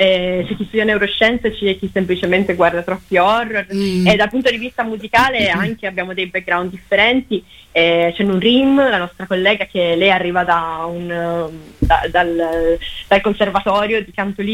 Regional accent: Sardinia, Italy; Tra l'altro io sono sarda, quindi arrivo da una comunità matriarcale, perciò per me è ancora più, diciamo, più interessante capire.

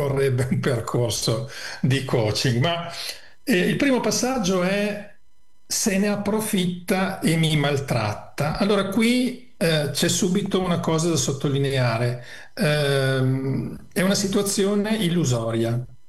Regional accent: Emilia-Romagna, Italy; dalle mie parti, io in Emilia si direbbe da su

